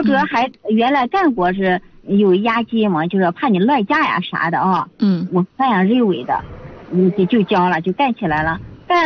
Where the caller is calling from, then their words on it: Linyi, Shandong, China; 我是临沂的。